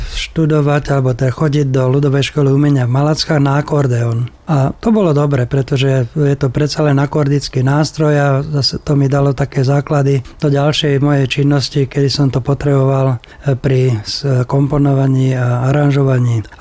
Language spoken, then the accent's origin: Slovak; Modra, Bratislava Region, Slovakia; born there; now in Plavecký Štvrtok, Slovakia; Otec bol zo Svinej, to je pri Trenčíne, takže my sme takí poloviční záhoráci. Ja teraz bývam na Záhori v Plaveckom štvrtku, ale narodil som sa v Modre.